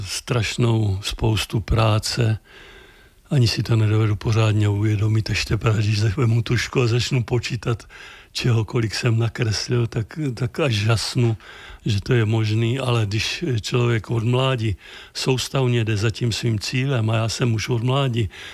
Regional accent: Vysokov, Hradec Králové Region, Czechia; born or raised there

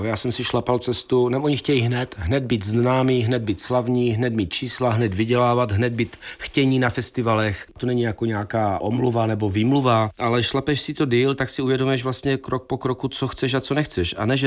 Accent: Čeladná, Moravian-Silesian Region, Czechia; já jsem totiž z Čeladné jakoby původem

